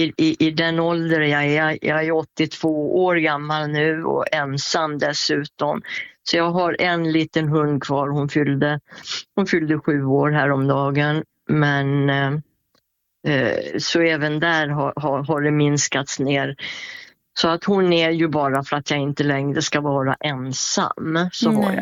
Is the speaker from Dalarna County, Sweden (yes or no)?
yes; Borlänge, Dalarna County, Sweden; Så att annars körde jag ju hemma i Borlänge och på den travbanan.